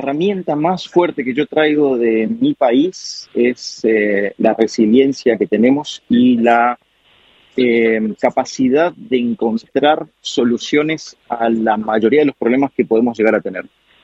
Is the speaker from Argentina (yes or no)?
yes; Godoy Cruz, Mendoza, Argentina; Bueno, yo soy oriundo de Godecruz, Mendoza, nacido en la ciudad de La Cepa